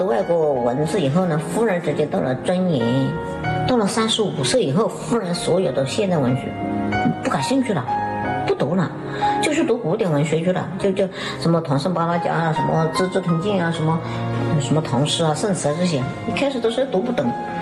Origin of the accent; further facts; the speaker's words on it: China; 我们中国人这么来的，